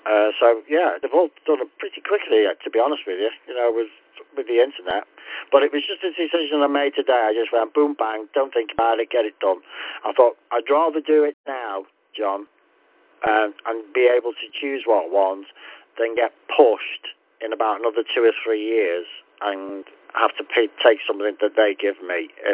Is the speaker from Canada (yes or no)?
no; Liverpool, North West England, United Kingdom; I come from Liverpool.